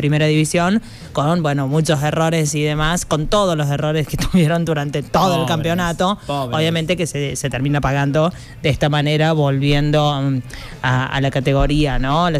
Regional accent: Río Cuarto, Córdoba, Argentina; Yo soy de River, pero soy de Atenas, del otro club de Río Cuarto, claro. De la contra. Pero al ser del lugar y estar en Río Cuarto es también.

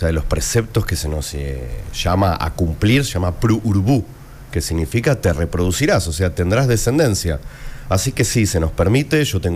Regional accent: Buenos Aires, Argentina; born there; moved away as an adult; also born or lived in Centeno, Santa Fe, Argentina / San Juan, Argentina; now in Córdoba, Argentina; Nací en Santa Fe, en un pueblo muy chiquito, de 2.000 habitantes, en Centeno se llama. De ahí nací prácticamente nada más y me estuve viviendo en Buenos Aires casi toda mi vida, 34 años. Y después la pandemia nos dejó varados a mí y a mi familia en San Juan. Y ahí estuvimos unos 6 años hasta que hace un año y unos meses

